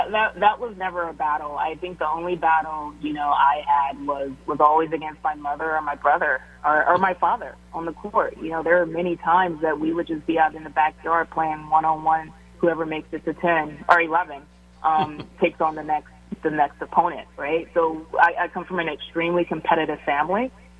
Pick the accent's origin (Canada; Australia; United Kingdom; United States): United States; Shreveport, Louisiana; I came from Shreveport. I wasn't highly recruited.